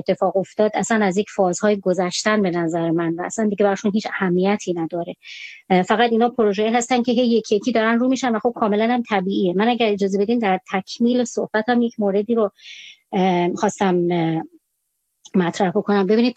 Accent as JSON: {"language": "Persian", "country": "Iran", "said": "میگم مثلا من زنگ میزنم به عنوان یه ایرانی"}